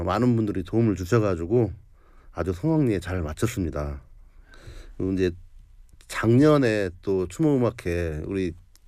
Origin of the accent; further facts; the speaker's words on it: Seosan, South Chungcheong, South Korea; moved away; 제가 서산 출신이고 또 저도 집이 해미거든요.